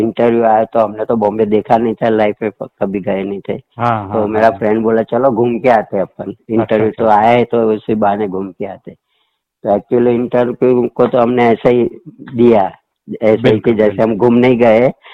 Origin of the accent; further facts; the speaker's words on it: Ahmedabad, Gujarat, India; मेरा तो जन्म अहमदाबाद में हुआ था। हाँ। और मैं अभी जहाँ रह रहा हूँ इनकम टैक्स, वो पहले मैं असारवा एरिया में मकान था हमारा।